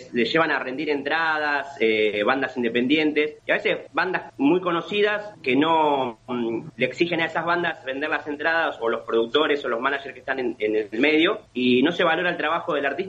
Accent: Ezeiza, Buenos Aires Province, Argentina; nosotros también somos de Zona Sur, que hemos ido a ver muchas bandas a Temper, que nosotros somos de Seiza.

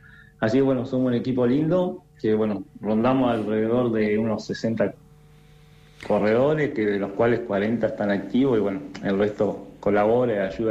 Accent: Rawson, Chubut, Argentina; Yo soy de Rawson, toda la vida viví acá en Rawson

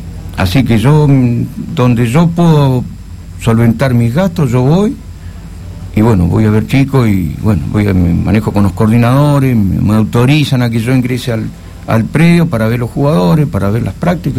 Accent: General Roca, Río Negro, Argentina; soy de acá de Roca

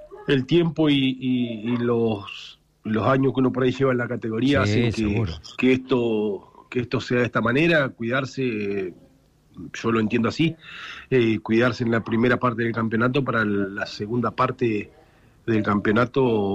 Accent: Gobernador Costa, Chubut, Argentina; Un saludo para toda la gente de Sarmiento que me sigue, la gente de Gobernador Costa, de mi pueblo.

